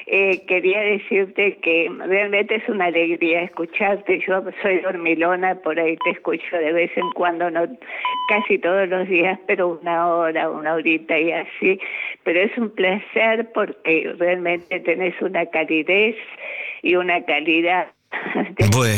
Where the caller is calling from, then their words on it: Buenos Aires, Argentina; de Belgrano